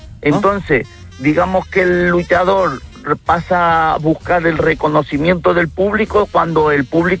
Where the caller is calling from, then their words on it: Tenerife, Canary Islands, Spain; yo soy de Tenerife y aquí una gran tradición y arrastra mucha afición es la lucha canaria.